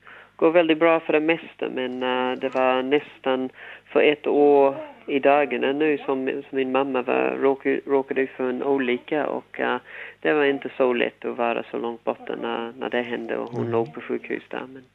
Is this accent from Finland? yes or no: no; New Zealand; Swedish is a second language; moved away as an adult; now in Sweden; jag kommer ursprungligen ifrån Nya Zeeland